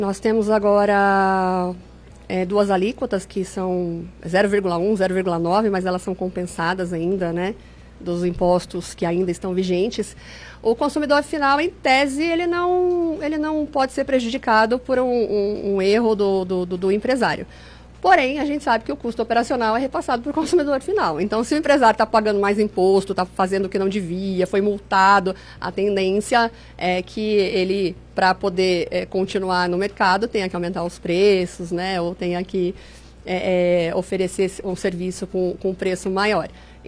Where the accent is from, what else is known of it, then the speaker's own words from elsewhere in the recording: Brazil; como brasileiros muito resilientes